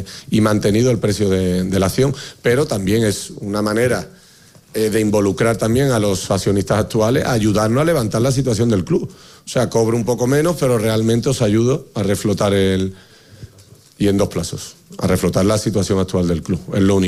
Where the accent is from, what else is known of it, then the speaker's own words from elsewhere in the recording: Seville, Andalusia, Spain; afortunadamente somos de Sevilla